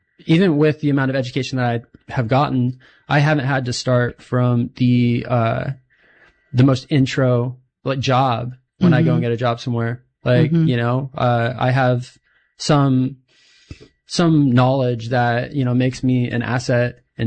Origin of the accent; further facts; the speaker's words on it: Winnemucca, Nevada, United States; moved away as an adult; now in Ukiah, United States; I'm from Winnemucca, Nevada, born and raised out there, moved away when I was 18 and have been kind of bounced around the cities here and there. I didn't come out to Ukiah until COVID happened.